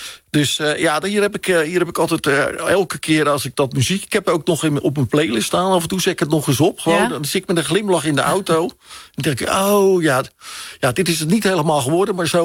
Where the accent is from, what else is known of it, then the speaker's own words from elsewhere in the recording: Vlaardingen, South Holland, Netherlands; ben geboren en getogen in Vlaardingen